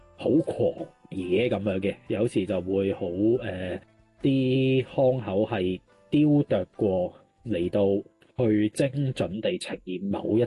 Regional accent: China; accent: Cantonese; 它是根據一個文學格式和我們廣東話的音調就去塑造到它的旋律的

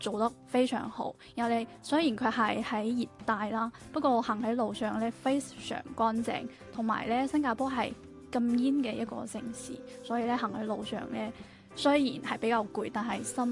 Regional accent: Guangdong, China; 因为我屋企都系广东人

